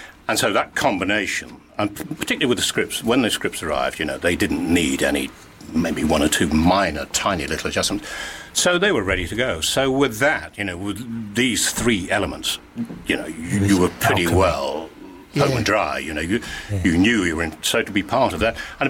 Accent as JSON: {"language": "English", "town": "Glasgow", "region": "Scotland", "country": "United Kingdom", "tie": "born or raised there", "also_born_or_lived": "Doncaster", "said": "I was born in Glasgow, yes. We left there when I was a kid, went back, and then my parents were divorced when I was quite young. So we went back and I went to school there."}